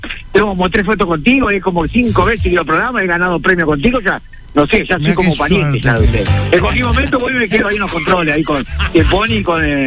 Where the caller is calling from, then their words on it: Canelones, Uruguay; vivo en Canelones.